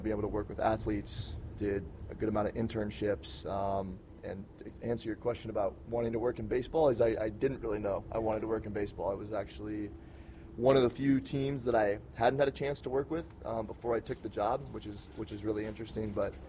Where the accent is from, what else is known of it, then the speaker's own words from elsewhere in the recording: Iowa, United States; I was able to land up in my home state. It's obviously a whole lot different from the DR, but it's good to be able to see my family a lot more.